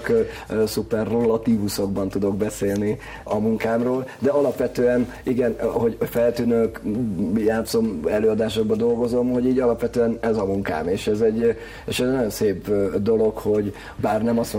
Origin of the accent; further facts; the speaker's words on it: Sopron, Győr-Moson-Sopron, Hungary; eleve soproniként a Sopron Festen